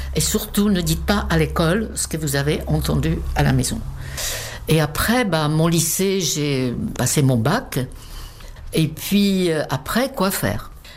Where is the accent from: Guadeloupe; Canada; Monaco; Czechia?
Czechia; České Budějovice, South Bohemian Region; French is a second language; moved away as an adult; now in France; Ma ville natale, České Budějovice, se trouve, je crois, à 40 km de la frontière autrichienne. Mes parents parlaient allemand couramment tous les deux.